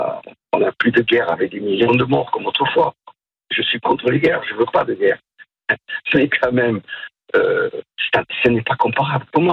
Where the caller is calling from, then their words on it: Montpellier, Occitanie, France; J'habite à Montpellier.